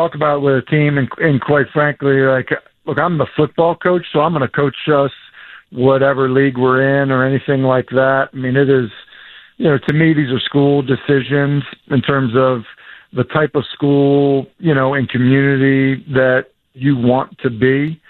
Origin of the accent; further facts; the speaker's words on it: New England, United States; moved away as an adult; now in Tennessee, United States; growing up in New England